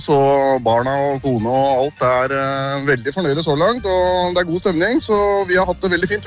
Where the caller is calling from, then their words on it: Asker, Akershus, Norway; den blir senere hjemme i Asker